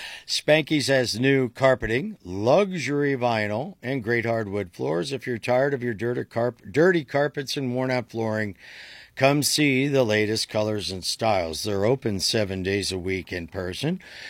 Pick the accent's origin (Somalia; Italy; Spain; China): Somalia; now in Minnesota, United States; I don't have to assimilate. I'm from Somalia. I live in Minnesota.